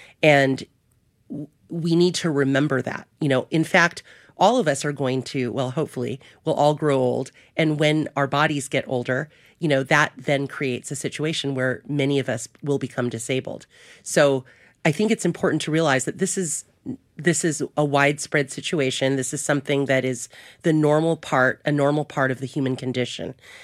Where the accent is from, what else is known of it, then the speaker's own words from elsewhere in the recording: Philippines; And just because I'm Filipina doesn't mean I know the culture of what's happening in Tajikistan, right?